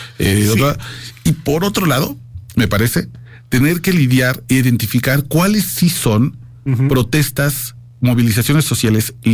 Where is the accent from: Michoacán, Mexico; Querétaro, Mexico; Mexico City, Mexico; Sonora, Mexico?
Mexico City, Mexico; la Ciudad de México está bastante, sí, bien, estamos muy aceitados, y como chilangos, la, uh-huh, verdad es que ya conocemos bien.